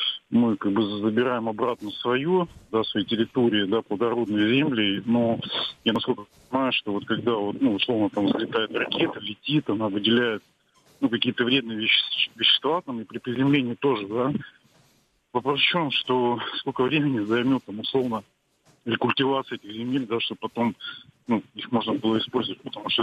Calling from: Saint Petersburg, Russia; звоню из Санкт-Петербурга.

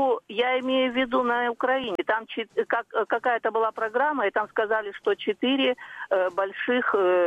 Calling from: Khabarovsk, Khabarovsk Krai, Russia; я звоню из Хабаровска.

